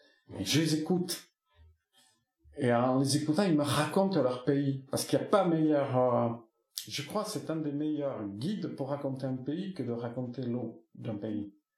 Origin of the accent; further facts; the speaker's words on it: Nouvelle-Aquitaine, France; Alors, je suis sensible beaucoup chez moi, dans le Pays Basque, dans les Pyrénées, au cycle de l'eau.